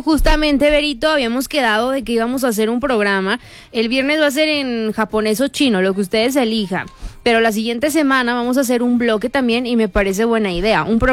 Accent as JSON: {"language": "Spanish", "country": "Venezuela", "said": "No, yo soy venezolana"}